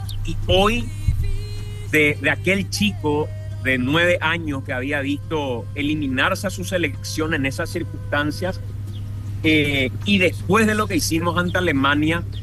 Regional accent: Paraguay

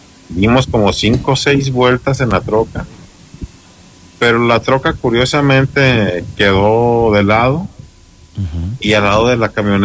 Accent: Mexico; yo soy de México. Yo vivo en Michoacán

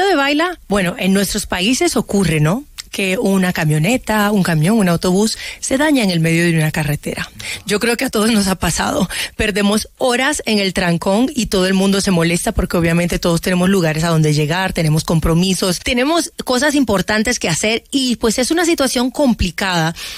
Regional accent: Dominican Republic; also born or lived in Port-au-Prince, Haiti; Crecí y me desarrollé en la República Dominicana, he viajado a muchos países hermosos como Colombia que me han acogido y me han hecho sentir como en casa y la verdad es que me he desarrollado en la música latina, pero siempre con mis raíces haitianas.

